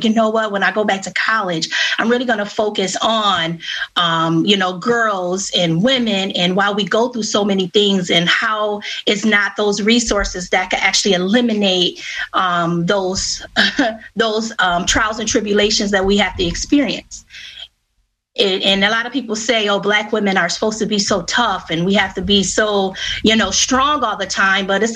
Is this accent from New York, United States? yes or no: yes; Rochester, New York, United States; And I am born and raised in Rochester, New York. I am a mother of three, 23, 12, and 3 years old.